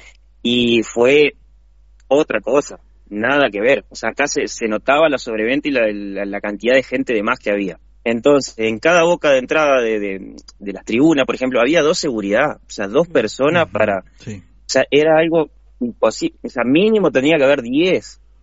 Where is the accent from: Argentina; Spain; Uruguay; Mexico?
Argentina